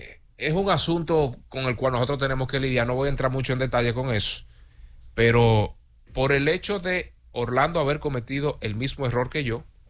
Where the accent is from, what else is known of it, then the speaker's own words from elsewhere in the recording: Dominican Republic; nosotros tenemos como dominicanos